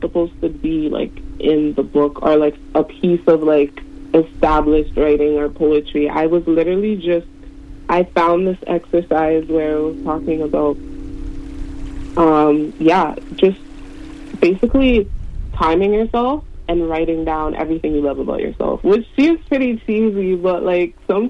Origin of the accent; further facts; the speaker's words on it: Toronto, Ontario, Canada; I'm from Toronto, like, I'm from the West End of Toronto. I grew up in, like, near Jane and Finch.